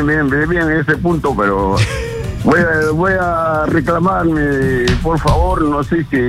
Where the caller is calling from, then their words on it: Tacna, Peru; Acá hay Tacna.